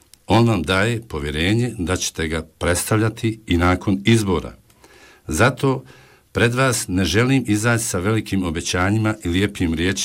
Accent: Doboj Istok, Federation of Bosnia and Herzegovina, Bosnia & Herzegovina; also born or lived in Tuzla; Dolazim iz Doboj istoka, dobro poznajem ovaj kraj, ali sam kroz život vezan i za Tuzlu i za cijeli Tuzlanski kanton.

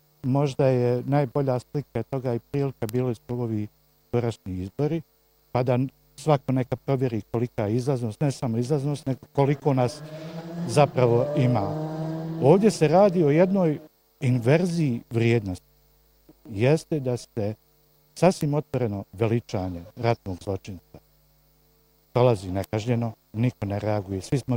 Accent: Bosnia & Herzegovina; da ja kao Bošnjak, kako ću ja imati mišljenje o presuđenom ratnom zločincu Ratku Mladiću?

